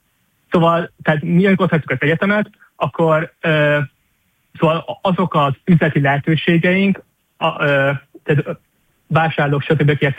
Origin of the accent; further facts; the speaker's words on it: Szentes, Csongrád-Csanád, Hungary; hiszen én Szentesről vagyok. Ez egy kis alföldi település, ahol az ember nyilván nem hall startupokról, meg ilyesmi dolgokról.